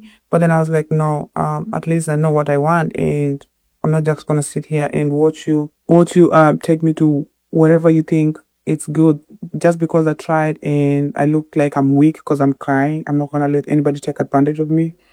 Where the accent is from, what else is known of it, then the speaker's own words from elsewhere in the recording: Ushagro, Kakamega County, Kenya; I'm from Ushagro. Kakamega, Harambee, Mukwea.